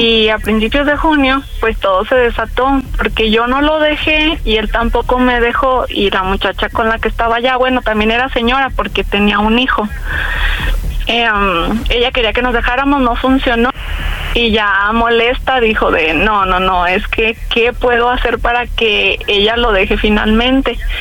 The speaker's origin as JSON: {"language": "Spanish", "town": "Tonalá", "region": "Jalisco", "country": "Mexico", "said": "Nos vamos como anónimos, pero soy de Tonalá, Jalisco."}